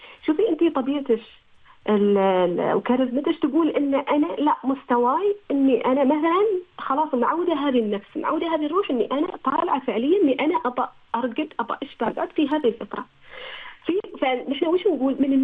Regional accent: Oman; فقلنا لهم نحن من عمان

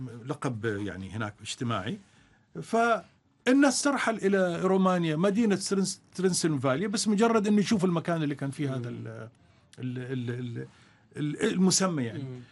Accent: Oman; عندنا في عمان هنا

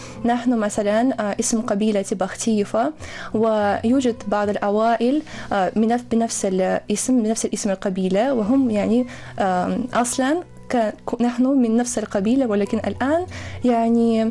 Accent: Russia; Arabic is a second language; أنا ترعرعت في العائلة المسلمية في قرية اسمها الأذان، وأعتقد أصله حتى أصم الاسم من لغة عربية، لأن فيها في هذه القرية في وسط روسيا حوالي 12 مسجد

